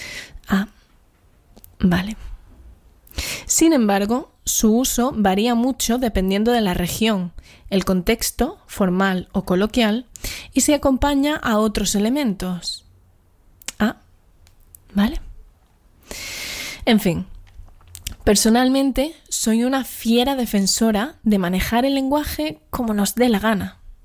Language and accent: Spanish; Andalusia, Spain